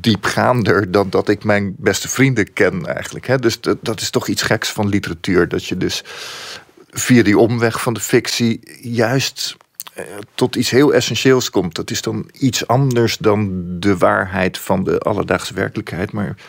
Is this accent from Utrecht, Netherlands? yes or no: no; Leiden, South Holland, Netherlands; Ik groeide op in Leiden.